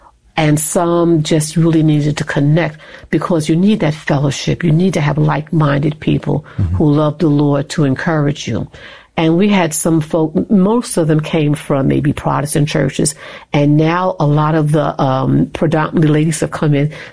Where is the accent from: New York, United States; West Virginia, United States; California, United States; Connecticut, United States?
New York, United States; accent: New York; I moved from New York, and I still had this New York accent, even after 10 years.